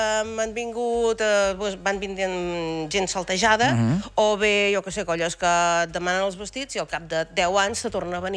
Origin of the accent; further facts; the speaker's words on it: Riudoms, Catalonia, Spain; Jo soc de Riudoms.